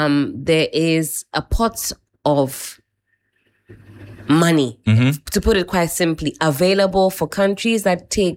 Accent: Ghana

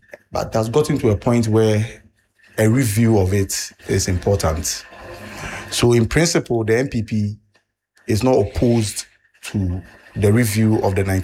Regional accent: Ghana

